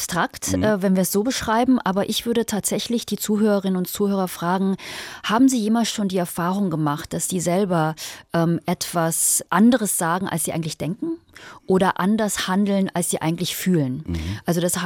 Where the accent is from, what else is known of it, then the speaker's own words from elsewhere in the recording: Germany; also born or lived in England; ich bin ja asiatische Deutsche, aber auch durch den migratorischen Hintergrund meiner Eltern, die aus China kommen